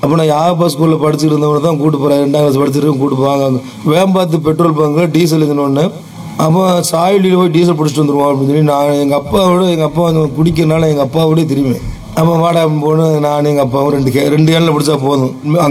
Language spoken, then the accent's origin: Tamil; Paman, Tamil Nadu, India